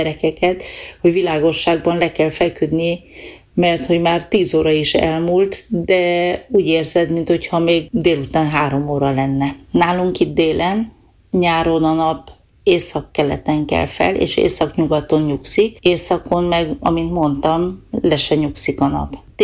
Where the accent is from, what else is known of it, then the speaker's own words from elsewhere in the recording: Transylvania, Romania; now in Norway; Erdélyből jöttem ki